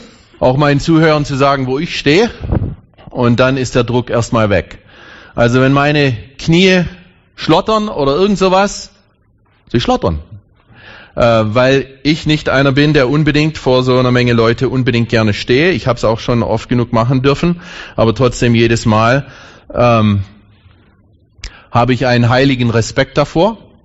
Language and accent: German; Thuringia, Germany; Ich komme aus dem Thüringer Wald. Wer schon mal im Thüringer Wald gewesen hier?